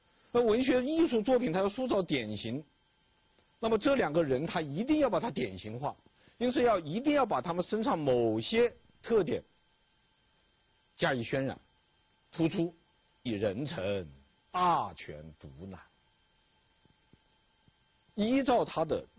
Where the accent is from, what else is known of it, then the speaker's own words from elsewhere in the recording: China; 我们中国人呢，或者说我们传统社会的中国人有三个梦